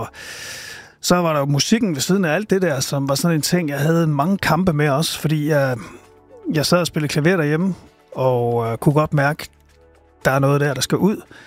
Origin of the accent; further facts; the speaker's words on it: Silkeborg, Central Denmark Region, Denmark; also born or lived in Aarhus; Jeg er født i Aarhus, og så flyttede mine forældre til Silkeborg, da jeg var et.